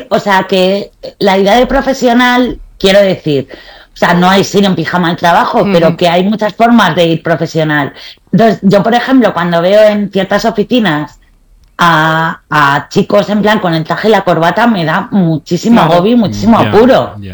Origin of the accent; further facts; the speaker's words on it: Spain; yo mi horterismo no lo veo tan hortera porque yo soy española